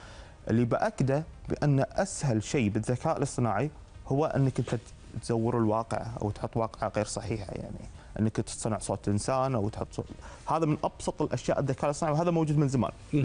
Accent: Kuwait

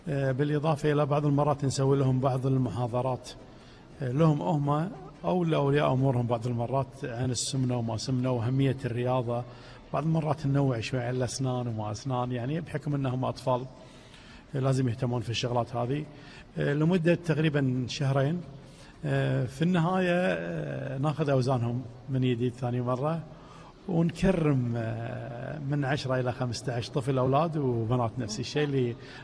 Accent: Kuwait; الصيف طويل عندنا في الكويت وحار وايد

